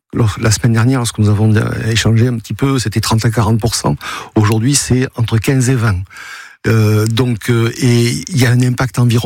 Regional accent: Toulouse, Occitanie, France; Comme en tant que Toulousain, nous aussi, on a vécu cette catastrophe

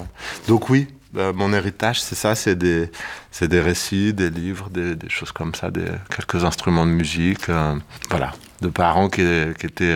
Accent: Ivry-sur-Seine, Île-de-France, France; à Ivry-sur-Seine, là où j'ai grandi et où j'ai, voilà, où j'ai fait toutes mes jeunes années

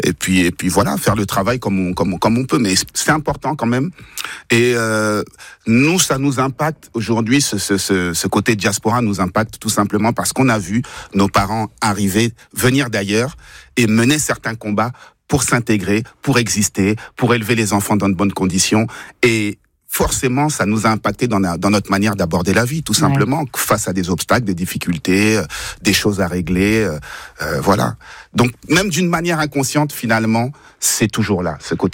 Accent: Sarcelles, Île-de-France, France; born there; moi je suis né à Sarcelles, Jackie est né à Paris, et c'est vrai qu'à la maison on a reçu aussi une éducation avec des valeurs africaines.

